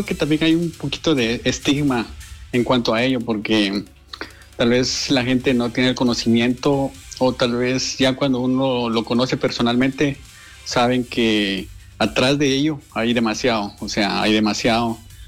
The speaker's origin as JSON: {"language": "Spanish", "town": "Antigua Guatemala", "region": "Sacatepéquez", "country": "Guatemala", "said": "no soy de la capital, o sea, yo soy de Antigua, o sea, de Antigua Guatemala."}